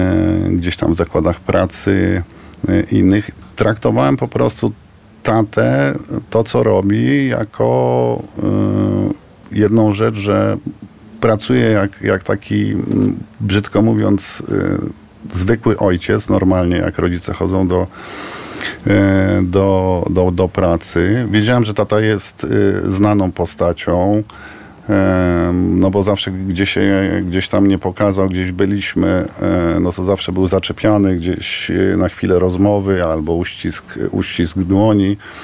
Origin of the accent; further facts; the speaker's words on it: Warsaw, Masovian Voivodeship, Poland; born there; I w 68 roku moi rodzice razem z moją siostrą przeprowadzili się z Krakowa do Warszawy. Ja się urodziłem w Warszawie, tak.